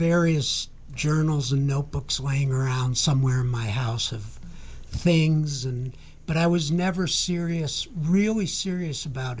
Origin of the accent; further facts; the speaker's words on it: Massachusetts, United States; where I grew up in the North Shore of Boston